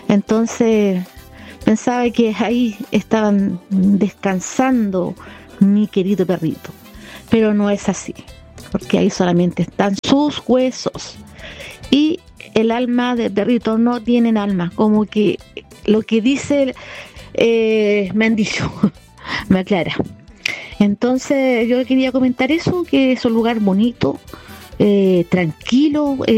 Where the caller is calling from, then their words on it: Coronel, Biobío, Chile; matinal de Radio Impacto acá en Coronel, en la comuna de Coronel, Chile.